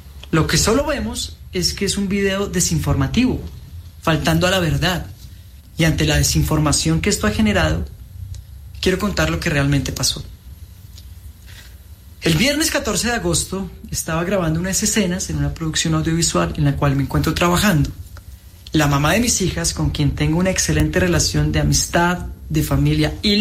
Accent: Colombia; soy actor colombiano.

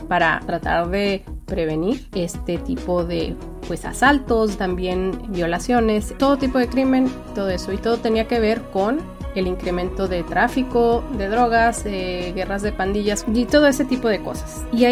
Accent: Ciudad Juárez, Chihuahua, Mexico; moved away; conocen al cantante … pues de ahí era él, y de ahí crecí yo.

